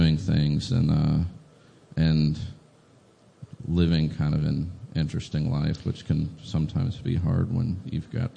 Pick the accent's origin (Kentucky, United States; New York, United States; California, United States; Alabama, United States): Kentucky, United States; Lexington; Well, I was born and raised in Lexington